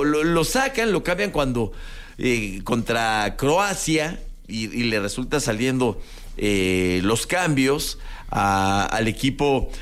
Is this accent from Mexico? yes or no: yes; Mexico; No, yo soy mexicano, pero soy mexicano.